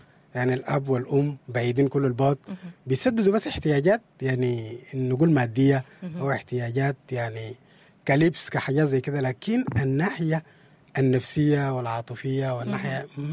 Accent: Sudan; ذكرياتنا احنا كسودانيين وكذا، يعني كسودان زمان الطفل او بيتربى مع الناس كلهم

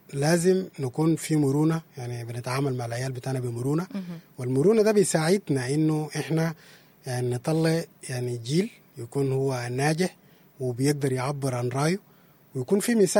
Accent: Sudan; moved away; ونحنا اتفرقنا لأماكن كثيرة لبلدان كثيرة، لكن احنا كشعب سوداني

